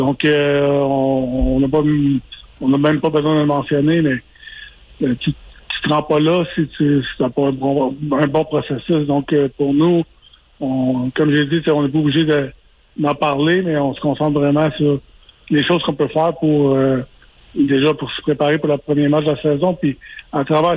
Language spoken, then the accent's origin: French; Quebec, Canada; étant donné que je suis Québécois